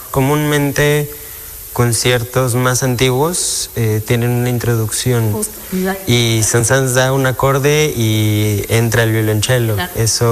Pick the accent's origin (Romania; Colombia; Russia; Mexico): Mexico; puedo decir con mucho orgullo que soy mexicano